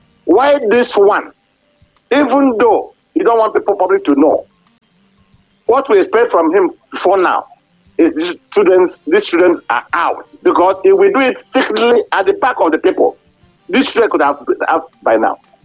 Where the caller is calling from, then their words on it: Ibadan, Oyo, Nigeria; I'm calling here in Ibadan.